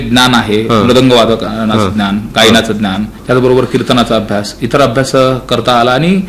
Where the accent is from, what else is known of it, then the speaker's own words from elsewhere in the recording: Ambilwadgaon, Maharashtra, India; माझं गाव आंबिलवडगाव म्हणून आहे, बालाघाटावरती